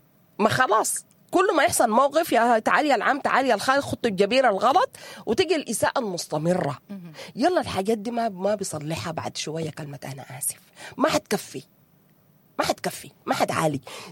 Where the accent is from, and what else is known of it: Sudan